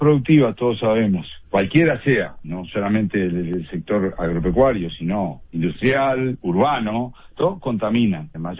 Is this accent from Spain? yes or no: no; Uruguay